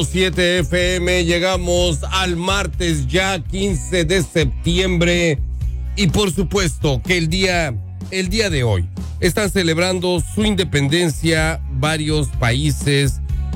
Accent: Mexico; Mañana nosotros como mexicanos celebramos nuestra independencia

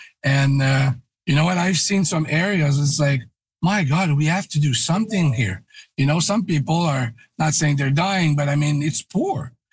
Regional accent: Quebec City, Quebec, Canada; moved away as an adult; now in Outaouais, Canada; I moved in the region 35 years ago. I'm from Quebec City originally.

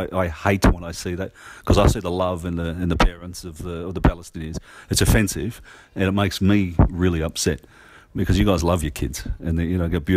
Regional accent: Australia; I'm obviously Australian

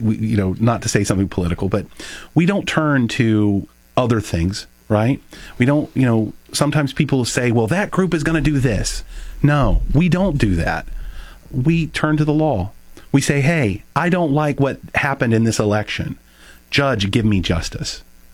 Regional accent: Texas, United States; born there; also born or lived in North Dakota / Germany; So I was born in Texas. We then moved to North Dakota. Then we moved to Germany. And I lived in Germany at what I say is the height of the Cold War

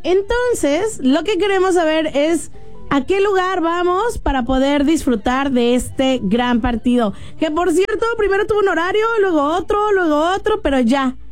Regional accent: Mexico; como mexicanos tenemos un corazón tricolor hermosísimo

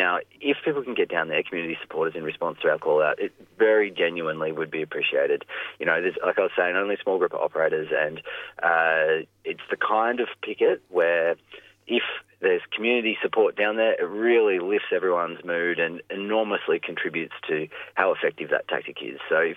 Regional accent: New South Wales, Australia; now in Melbourne, Australia; I'm from New South Wales where you can't get Savoys

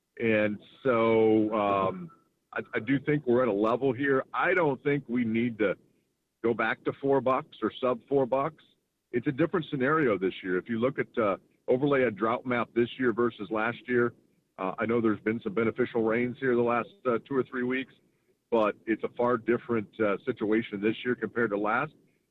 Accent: Bureau County, Illinois, United States; I grew up actually in Bureau County, mm-hmm. but I went to school in Bradford. So we grew up right on the county line. I was in 4-H.

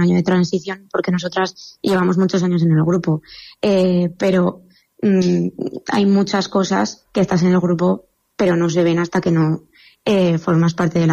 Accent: Calatayud, Aragon, Spain; intentamos que siempre se vea que somos de Calatayud

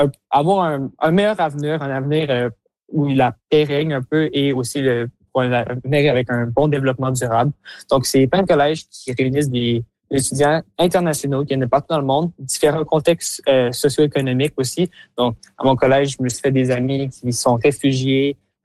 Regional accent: Quebec City, Quebec, Canada; also born or lived in British Columbia; Moi, je viens de Québec originalement, mais justement, j'étais dans un collège dans l'Ouest.

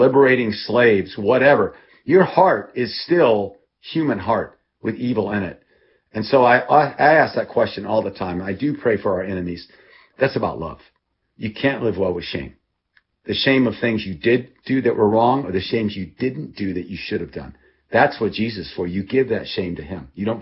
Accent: Thailand; also born or lived in Texas, United States; went to Thailand in 1961. I was 9 months old. I was born in Texas, and I grew up in Thailand

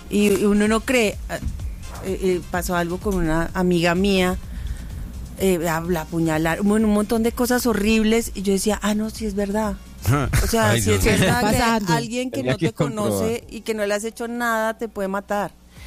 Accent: Medellín, Antioquia, Colombia; moved away as an adult; yo crecí en la Comuna 13.

